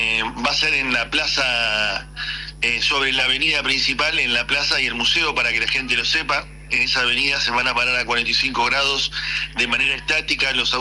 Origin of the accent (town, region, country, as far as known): Argentina